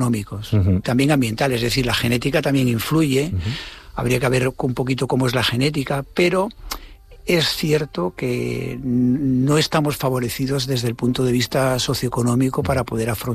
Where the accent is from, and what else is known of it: Canary Islands, Spain